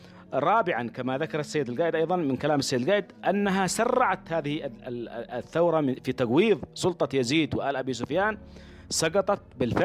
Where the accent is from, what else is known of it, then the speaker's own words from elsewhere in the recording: Yemen; نحن اليوم اليمنيين